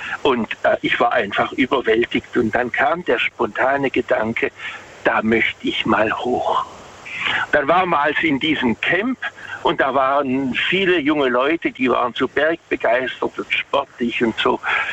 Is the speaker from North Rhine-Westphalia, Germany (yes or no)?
no; Waghäusel, Baden-Württemberg, Germany; Also ich komme aus Waghäusel.